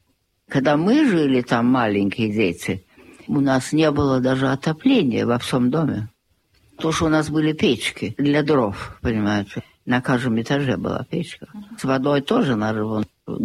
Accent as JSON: {"language": "Russian", "region": "Bavaria", "country": "Germany", "tie": "born or raised there", "also_born_or_lived": "Munich", "said": "А, ну да. То есть я родилась в госпитале в Мюнхене. Ага. Ну, это недалеко. Да."}